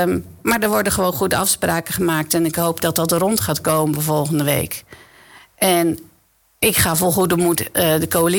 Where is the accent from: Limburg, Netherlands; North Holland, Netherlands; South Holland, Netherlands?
South Holland, Netherlands; Dordrecht; Ik ben geboren en getogen in Dordrecht. Maar ja, dat kan je bijna niet loszien van Papendrecht. Ik woon net over de brug in Land van Valk.